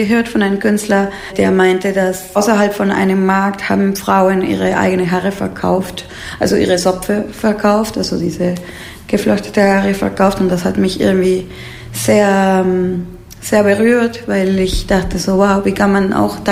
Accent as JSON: {"language": "German", "country": "Peru", "moved": "yes", "lives_now": "Berlin, Germany", "said": "ich komme aus Peru und ich gehe oft hin"}